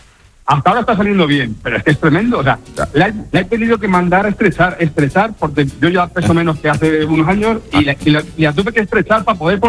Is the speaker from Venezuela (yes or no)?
no; Madrid, Community of Madrid, Spain; Somos dos amigos, somos de Madrid los dos